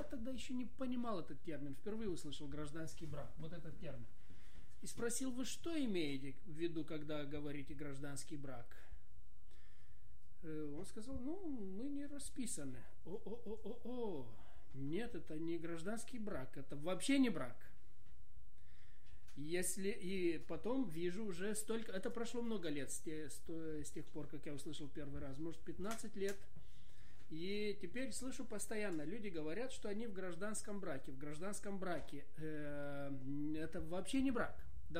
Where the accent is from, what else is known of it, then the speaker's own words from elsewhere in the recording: Moldova; Здравствуйте, друзья! Я пастор из Молдовы.